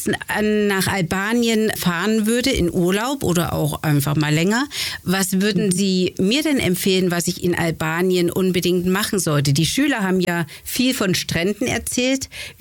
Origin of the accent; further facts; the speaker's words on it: Weimar, Thuringia, Germany; moved away; Ich komme aus Weimar ursprünglich. Das ist da quasi um die Ecke.